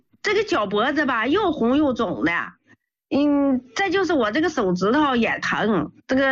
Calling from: Liaoning, China; accent: Northeastern; 我是辽宁的。

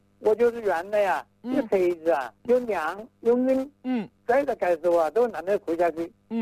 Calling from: Wuhan, Hubei, China; 我现在在武昌。

